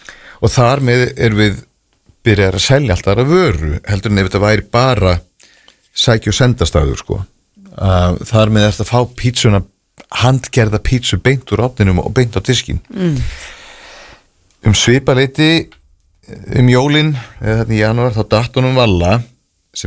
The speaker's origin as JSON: {"language": "Icelandic", "town": "Reykjavík", "region": "Capital Region", "country": "Iceland", "tie": "born or raised there", "said": "Málið að ég fættur á uppalinn á Sólvallagötu sem bara nokkrum húsum frá og ég hef aldrei farið úr Vesturbönn"}